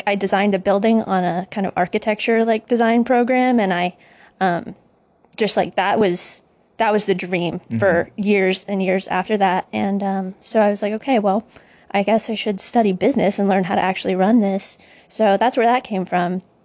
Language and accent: English; Texas, United States; I'm originally from Texas, but right now I'm in school on the Boston North Shore, so I came quite a bit to get here.